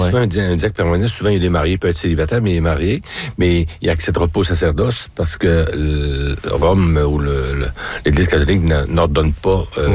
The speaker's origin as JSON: {"language": "French", "town": "Saint-Thomas-Didyme", "region": "Quebec", "country": "Canada", "tie": "born or raised there", "said": "J'étais ordonné dans mon village natal, Saint-Thomas-Didyme."}